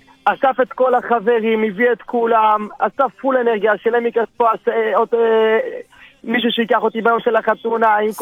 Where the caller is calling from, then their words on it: Jerusalem, Jerusalem District, Israel; אני ירושלים.